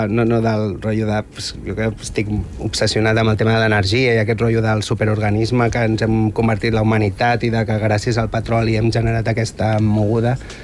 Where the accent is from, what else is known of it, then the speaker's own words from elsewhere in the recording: Sant Celoni, Catalonia, Spain; born there; moved away as an adult; now in Barcelona, Spain; vaig néixer a Barcelona, tot i que els meus pares ja s'havien anat a viure... Els meus pares són de Navarra i van viure a Barcelona uns anys, però quan jo vaig néixer van anar a Sant Celoni, però jo vaig néixer a un hospital de Barcelona